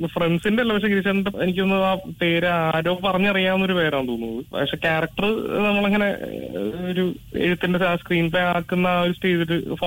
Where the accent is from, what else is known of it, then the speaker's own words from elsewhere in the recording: Kottayam, Kerala, India; ഞാൻ നാട് ശരിക്കും കോട്ടയത്താണ്.